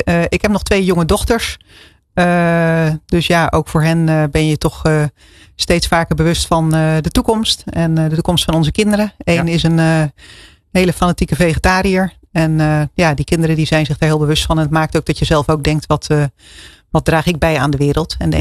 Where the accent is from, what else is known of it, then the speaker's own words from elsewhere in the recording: Dordrecht, South Holland, Netherlands; moved away; En ik ben zelf een Dordtenaar, ik kom daar vandaan.